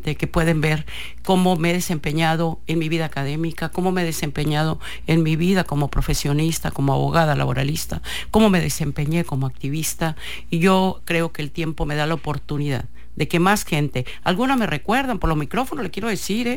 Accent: Sinaloa, Mexico; y apostando a Sinaloa, porque yo lo he dicho. Aquí nací, aquí he crecido y hay un gran amor por mi tierra.

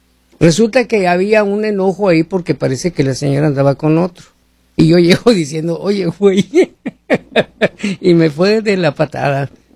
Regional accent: Sonora, Mexico; moved away; soy de Sonora y tú sabes la boca que tenemos los sonorenses

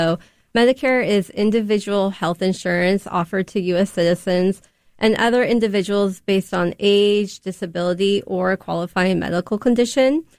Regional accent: Seattle, Washington, United States; I'm born and raised in Seattle.

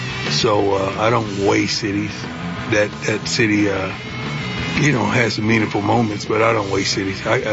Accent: Fort Myers, Florida, United States; moved away; if we went back to Fort Myers, Florida, I would be happy. That's my hometown.

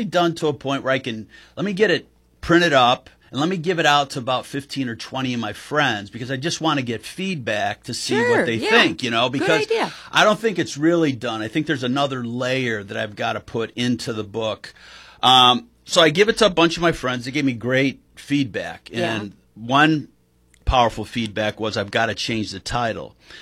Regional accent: Ottawa, Illinois, United States; moved away as an adult; now in Chicago, United States; Yeah, born in Ottawa, raised here till I was 18. Went to IVCC for a year.

